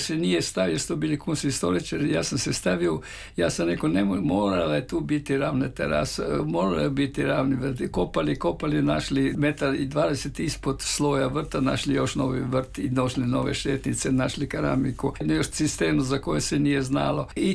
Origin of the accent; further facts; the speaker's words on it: Hrvatsko Zagorje, Croatia; ja kao lukavi Zagorac